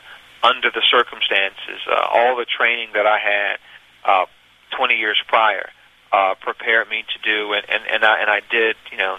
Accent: the South, United States; I'm a Southerner

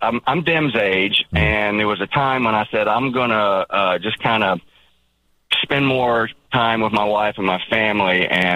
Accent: North Carolina, United States; born there; Born in Randolph Hospital in 61.

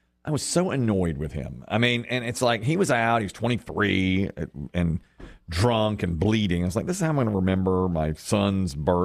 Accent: Ashburn, North Carolina, United States; Listen, I'm from Ashburn, North Carolina. I was born in 1971.

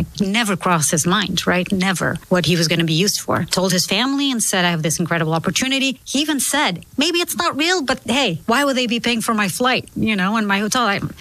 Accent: Portugal; So in Mozambique, they speak Portuguese. I'm from Portugal.

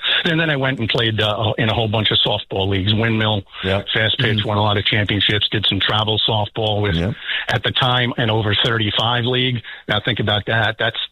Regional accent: New York, United States; Originally, yeah. As a babe, literally, I spent 2 years in the Bronx, then m

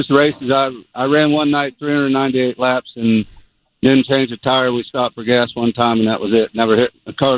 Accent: Ohio, United States; also born or lived in Indiana; now in Myrtle Beach, United States; I grew up in Ohio and then lived in Indiana for a long time.

